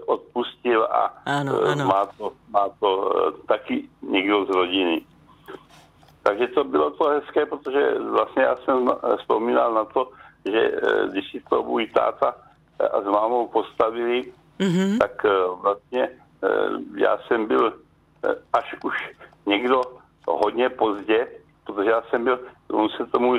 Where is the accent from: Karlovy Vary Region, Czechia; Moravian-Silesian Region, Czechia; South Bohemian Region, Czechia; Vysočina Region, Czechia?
Vysočina Region, Czechia; Loučany; postavili dům v rodném městě na Loučanech, což je malá vesnička na Vysočině, a na tu vzpomínám jako na můj rodný dům, protože já jsem tam zůstal vlastně celé moje mládí